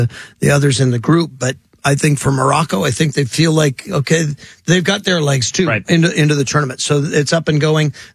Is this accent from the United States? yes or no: no; England, United Kingdom; I'm English, so I can appreciate this